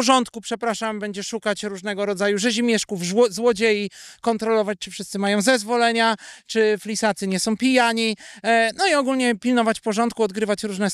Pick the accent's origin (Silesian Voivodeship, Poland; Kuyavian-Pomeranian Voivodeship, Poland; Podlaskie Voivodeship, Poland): Kuyavian-Pomeranian Voivodeship, Poland; Golub-Dobrzyń; a wychowałem się w ogóle w Golubiu-Dobrzyniu, więc jakby obok zamku tam było pełno różnego rodzaju inscenizacji